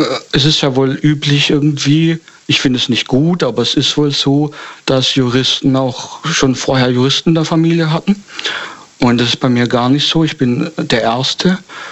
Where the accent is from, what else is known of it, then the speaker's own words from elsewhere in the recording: Baden-Württemberg, Germany; Ich komme aus der Gegend Stuttgart.